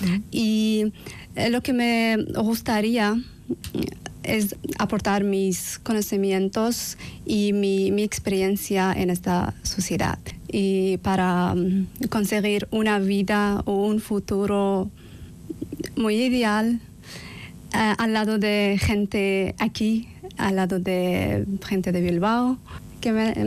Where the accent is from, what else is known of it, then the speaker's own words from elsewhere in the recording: Kazakhstan; Spanish is a second language; moved away as an adult; now in Basque Country, Spain; yo llegué aquí en 2025 desde Kazajistán y yo llegué aquí para estudiar una formación de lengua española